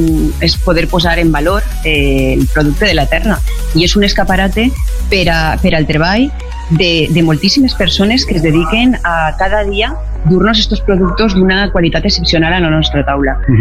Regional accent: Rafelguaraf, Valencian Community, Spain; és posar en valor també el que som, uh-huh, els valencians i les valencianes, i el que som les persones de Rafelguara.

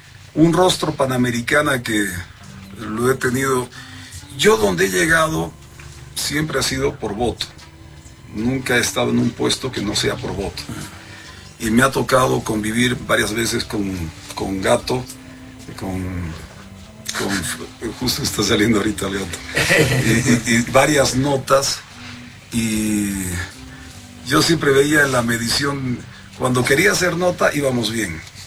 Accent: Bolivia; para buscarnos entre bolivianos y ordenarnos entre bolivianos

